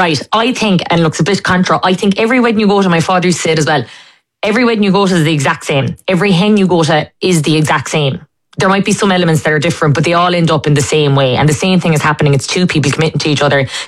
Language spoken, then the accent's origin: English; Listowel, Munster, Ireland; I'd happily go out even in my hometown again of Listowel or stay in Kerry.